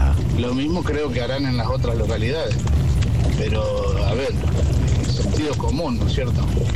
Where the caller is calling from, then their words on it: Río Tala, Buenos Aires Province, Argentina; Yo que soy de Río Tala, ¿no? … del taxi.